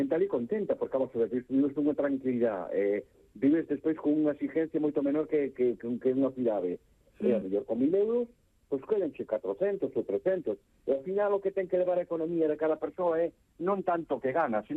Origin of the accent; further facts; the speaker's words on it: Vilagarcía de Arousa, Galicia, Spain; porque eu son de Vila García